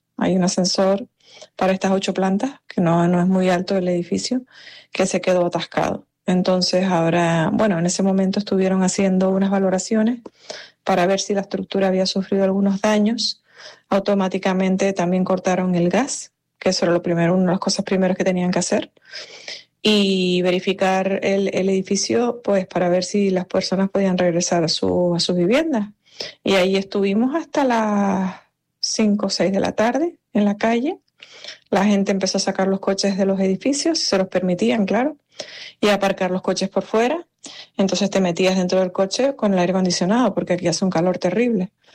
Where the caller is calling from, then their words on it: Panama City, Panamá, Panama; Yo vivo en la ciudad de Panamá. La ciudad de Panamá se encuentra cerca del Pacífico, enfrente del Pacífico.